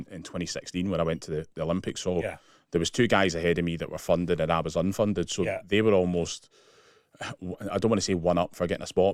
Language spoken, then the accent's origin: English; Glasgow, Scotland, United Kingdom; I'm Glaswegian